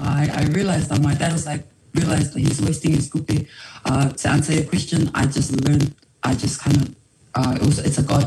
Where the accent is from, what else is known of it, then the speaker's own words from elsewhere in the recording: New Zealand; born there; I'm Samoan for Samoan. I was born here, Kiwi, Samoan. I was born in the south side. And also, my dad is from Whareratai in Lohuali, and my mom is in from Afena and Bali.